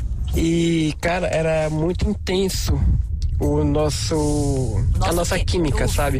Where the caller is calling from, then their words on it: Manaus, Amazonas, Brazil; Só vou dizer que sou aqui de Manaus.